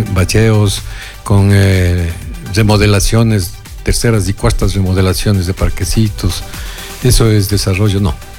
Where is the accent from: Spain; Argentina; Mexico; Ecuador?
Ecuador; Ibarra, Imbabura; also born or lived in Quito; Yo soy ibarreño de Ibarra, como se decir, en broma y en serio.